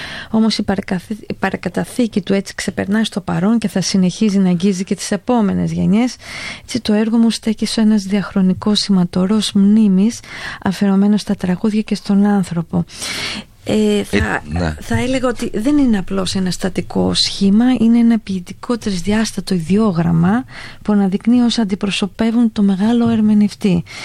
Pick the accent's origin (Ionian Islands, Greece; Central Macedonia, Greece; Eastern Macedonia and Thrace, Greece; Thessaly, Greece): Thessaly, Greece; Trikala; now in London, United Kingdom; τώρα που είμαι λίγο περισσότερο χρόνο στην πόλη μας